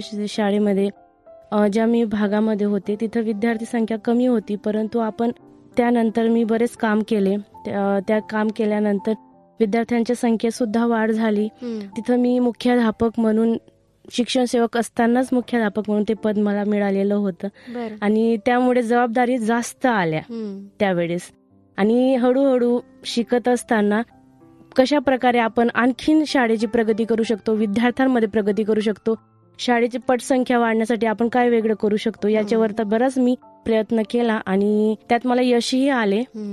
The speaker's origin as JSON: {"language": "Marathi", "town": "Bilgaon", "region": "Maharashtra", "country": "India", "tie": "born or raised there", "moved": "yes", "said": "मी मूळची नंदुरबार जिल्ह्याची, अतिदुर्गम भाग आहे, आदिवासी भाग आहे, बिलगाव हे गाव आहे आणि तालुका धडगाव."}